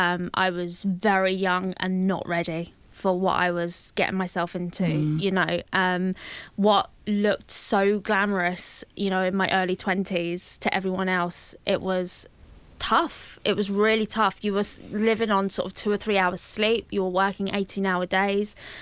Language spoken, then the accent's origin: English; London, United Kingdom; moved away as an adult; now in Belfast, United Kingdom; born and bred in London and made the move over here in 2014.